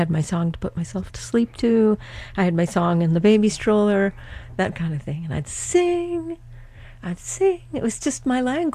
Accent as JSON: {"language": "English", "town": "Rockport", "region": "Massachusetts", "country": "United States", "tie": "born or raised there", "said": "being in Rockport, growing up in Rockport, where I barely got in the FM radio dial."}